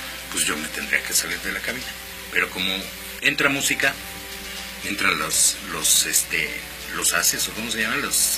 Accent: Mexico; y que nosotros como mexicanos, los jugadores mexicanos, no tengan esa misma capacidad.

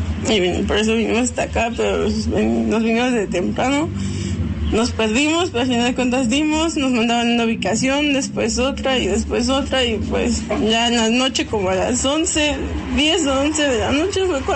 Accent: Tlahuelpan, Hidalgo, Mexico; Yo soy de Hidalgo, de Tlahuelpan, Hidalgo.

